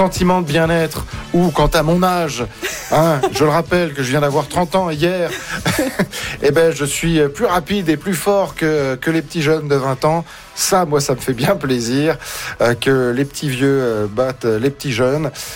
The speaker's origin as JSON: {"language": "French", "country": "France", "moved": "yes", "lives_now": "Alberta, Canada", "said": "On est français"}